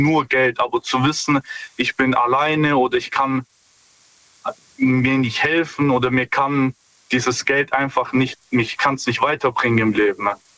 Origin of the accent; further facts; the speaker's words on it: Stuttgart, Baden-Württemberg, Germany; Ja, hi. Stuttgart.